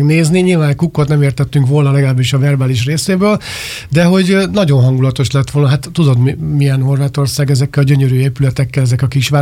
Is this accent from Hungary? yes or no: yes; Hungary; Mi mint magyarok.